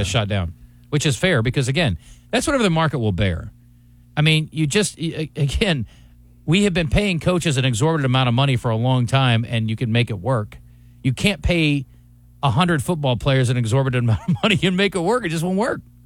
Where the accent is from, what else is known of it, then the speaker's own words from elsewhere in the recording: Des Moines, Iowa, United States; Drake was in Des Moines. I grew up in Des Moines. I rooted for Drake.